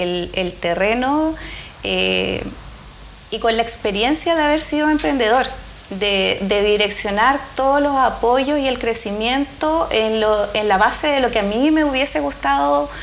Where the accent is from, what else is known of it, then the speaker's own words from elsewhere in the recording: Putaendo, Valparaíso, Chile; also born or lived in San Felipe / Los Andes; yo soy nací en San Felipe, toda mi vida he vivido en Putaendo, mi familia es putaendina. Estudié en el Liceo Manuel Marín Frítiz. Fui a estudiar mi enseñanza media en los Andes, en el Liceo Comercial